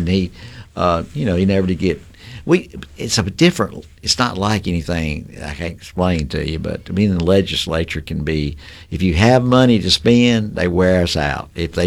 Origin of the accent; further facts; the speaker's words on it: Jackson, Mississippi, United States; Well, sir, I came from South Jackson, and I was educated in Jackson Public Schools.